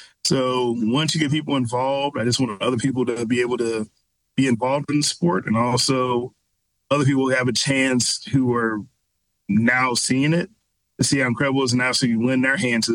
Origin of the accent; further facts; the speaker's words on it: St. Louis, Missouri, United States; You know, as I talk about, I'm from St. Louis.